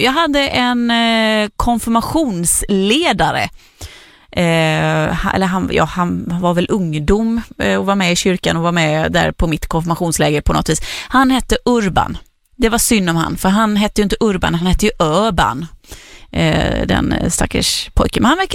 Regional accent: Småland, Sweden; Och jag som då är smålänning i botten, det hörs inte längre. Men jag är uppvuxen i Småland, så ska jag säga.

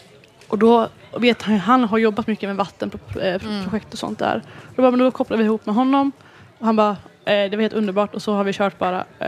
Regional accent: Leksand, Dalarna County, Sweden; moved away as an adult; now in Falun, Sweden; jag kommer från Leksand och alltid ska ha gått jättemånga år. Men flyttade nu till Falun i höstas.

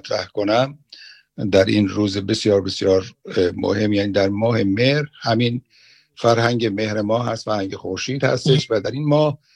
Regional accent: Iran; also born or lived in Tehran; من به عنوان یک ایرانی

